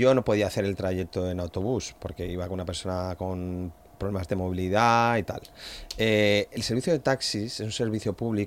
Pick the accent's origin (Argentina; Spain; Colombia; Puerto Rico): Spain; no se paran porque me ven que soy español y voy a hacer un trayecto que no les interesa económicamente.